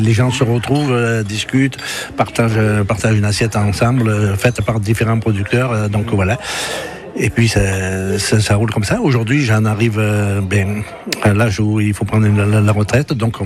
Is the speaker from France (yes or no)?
yes; Marsan, France; born there; Je suis né à Marsan, donc mes parents avaient une petite ferme.